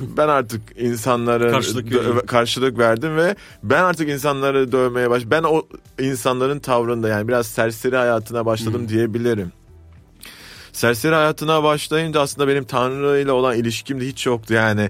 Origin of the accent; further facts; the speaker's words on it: Istanbul, Turkey; İstanbul'da doğup büyüdüm ve Hristiyan bir ailede yetiştim.